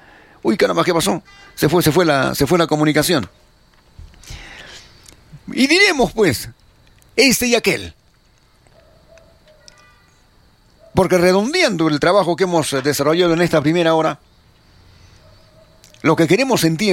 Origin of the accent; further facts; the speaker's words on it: Peru; el grueso de peruanos, ¿no?, tenemos